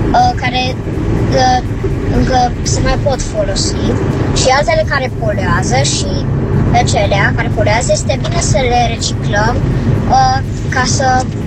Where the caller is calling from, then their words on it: Cluj-Napoca, Cluj County, Romania; din Cluj-Napoca, am 10 ani